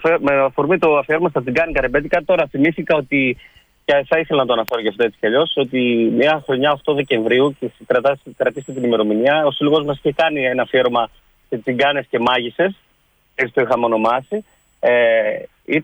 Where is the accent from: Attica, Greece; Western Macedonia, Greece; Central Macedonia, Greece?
Attica, Greece; Athens; born there; moved away as an adult; also born or lived in Tzoumerka; now in Ioannina, Greece; Είμαι στην αρχή από τα Τζουμέρκα, από τα Γιάννα. Είμαι γεννημένος στην Αθήνα, σπουδαγμένος στην Αθήνα κι εγώ. Επέστρεψα κι εγώ στα Γιάννα.